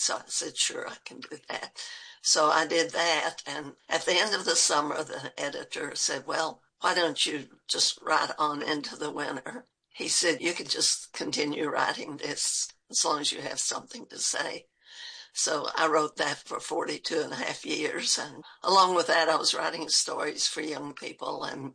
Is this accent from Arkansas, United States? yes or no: no; Kentucky, United States; also born or lived in West Virginia; now in Tennessee, United States; I was born in West Virginia, born in Granttown. My family moved back to southeastern Kentucky when I guess I was 5 or 6 months old. So I really have no memories of West Virginia.